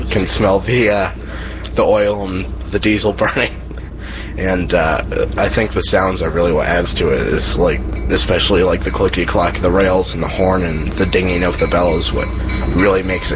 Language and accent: English; Turner, Maine, United States; I'm from Turner, Maine, and I'm 15 years old.